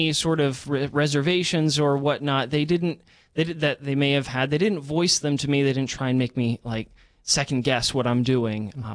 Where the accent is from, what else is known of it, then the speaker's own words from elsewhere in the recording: Fargo, North Dakota, United States; I grew up Protestant here in Fargo, North Dakota.